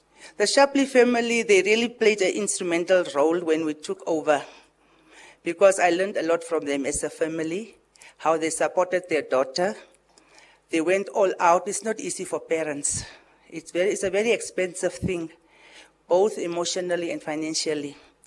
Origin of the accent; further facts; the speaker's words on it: Omaheke, Namibia; also born or lived in Oshinene; we are going to my region. We are going to Maheke region, because I was born in Oshinene and grew up in Omongwa.